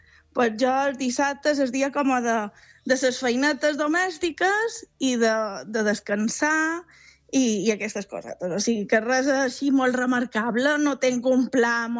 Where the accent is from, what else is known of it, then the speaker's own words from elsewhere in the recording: Magaluf, Balearic Islands, Spain; jo som la banderada de Magaluf sempre per tot. I és que a Magaluf tenim de tot